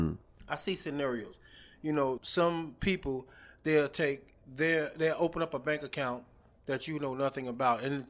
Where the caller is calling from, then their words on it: New York, United States; So I'm from New York